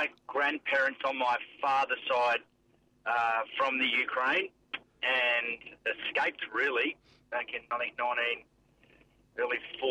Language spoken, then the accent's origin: English; Geraldton, Western Australia, Australia; born there; I was born in Geraldton, and my father, who still lives there